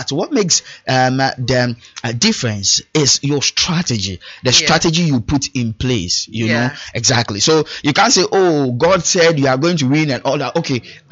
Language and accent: English; Ghana; My prediction as a Ghanaian, okay? As a Ghanaian